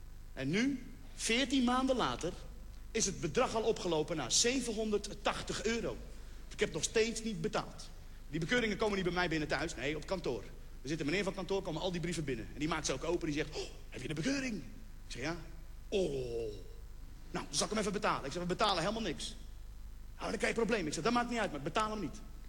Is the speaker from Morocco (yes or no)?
yes; Morocco; now in Netherlands; Ik zeg, ik ben gewoon een Marokkaan die heel goed Nederlands kan praten en af en toe tegen een boom aanpist.